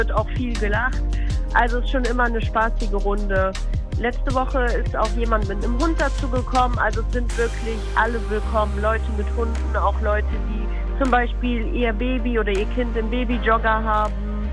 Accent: Solingen, North Rhine-Westphalia, Germany; Hallo zusammen … ich komme aus Solingen und meine große Leidenschaft ist das Laufen.

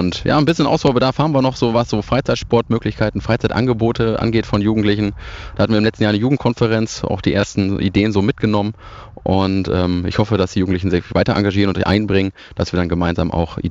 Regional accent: Lotte, North Rhine-Westphalia, Germany; ich bin hier im Wald im Bersenholz aufgewachsen.

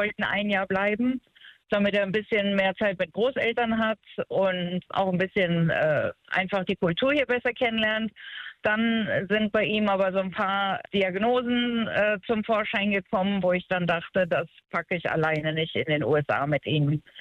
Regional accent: Germany; moved away as an adult; also born or lived in Sweden / Netherlands / Ireland; Ja, in Deutschland natürlich, wo ich aufgewachsen bin. Und dann bin ich nach Schweden gegangen, weil ich so toll fand.

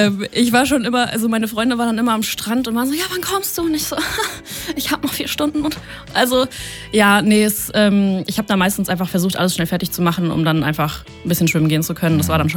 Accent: Germany; ich bin aus Deutschland

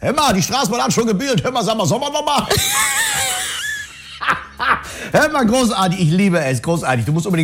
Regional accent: Leverkusen, North Rhine-Westphalia, Germany; Ich komme aus dem Rheinland, verstehst du? Ich komme ja aus der Nähe von Köln

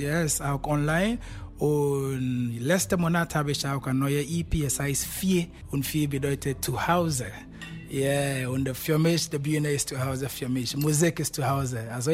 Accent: Ghana; German is a second language; moved away as an adult; now in Germany; Ich komme aus Ghana, ja, aber ich wohne jetzt seit 10 Jahren in Deutschland.

